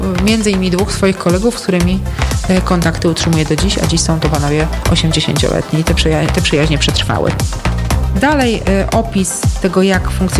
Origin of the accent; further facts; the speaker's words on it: Szczecin, West Pomeranian Voivodeship, Poland; born there; jako że jestem urodzoną szczecinianką, to większość wakacji spędzaliśmy w Mrzeżynie, bo to z perspektywy Szczecina blisko.